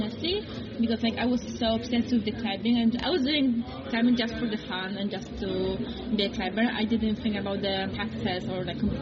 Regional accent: Poland; English is a second language; I'm from Poland

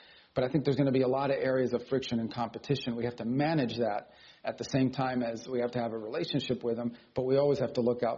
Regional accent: Miami, Florida, United States; the fact that I'm Cuban-American, the fact that I grew up in Miami.

